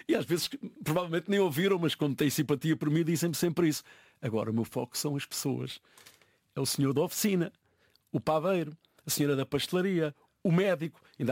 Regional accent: Santarém, Portugal; Mas, como tu sabes, eu não escondo. Natural de Santarém, sou português. Quando joga a minha seleção, o meu coração também mexe o meu coração.

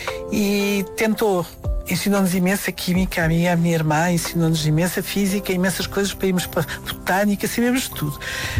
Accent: China; Portuguese is a second language; Eu aí sou chinesa. Os chineses dizem que devemos lutar naquilo que podemos ganhar

